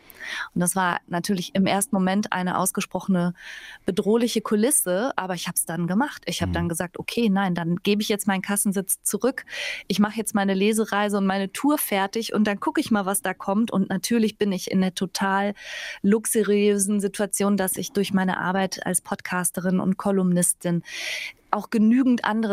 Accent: Bergisch Gladbach, North Rhine-Westphalia, Germany

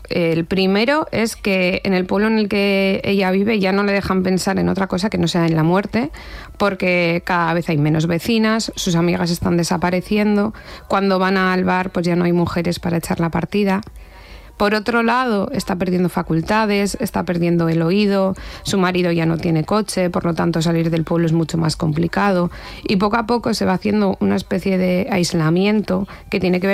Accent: Bilbao, Basque Country, Spain; yo soy de Bilbao, mi familia reside por aquí cerca

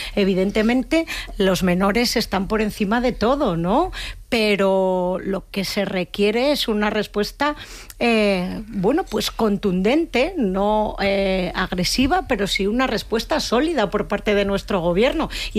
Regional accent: Asturias, Spain; Que nosotros, yo soy asturiana, como digo, somos lo mismo, español es un ceutí que un asturiano.

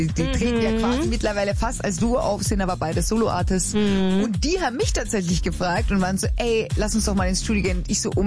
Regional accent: Austria; als Österreicherin

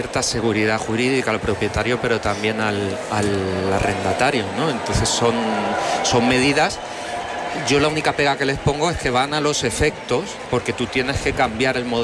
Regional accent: Málaga, Andalusia, Spain; Yo soy malagueño y en Málaga la gente no habla de Pedro Sánchez ni de la presidenta Isabel Díaz Ayuso.

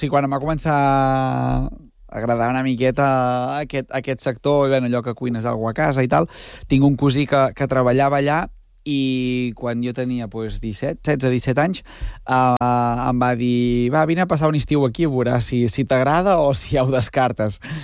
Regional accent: Santa Eulàlia de Riuprimer, Catalonia, Spain; jo soc de l'altra banda d'Osona. Soc de Santa Eulàlia, Riu Primer

